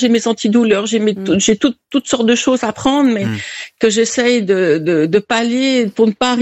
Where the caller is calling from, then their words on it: Italy; Il est chez nous en Italie.